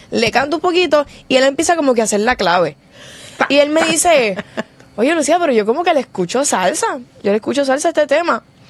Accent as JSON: {"language": "Spanish", "country": "Puerto Rico", "said": "soy la única boricua nominada."}